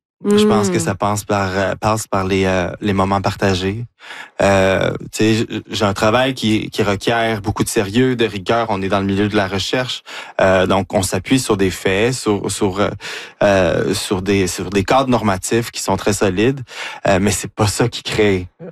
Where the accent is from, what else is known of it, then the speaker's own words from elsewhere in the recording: Chicoutimi, Quebec, Canada; born there; Je suis né à Chicoutimi, moi.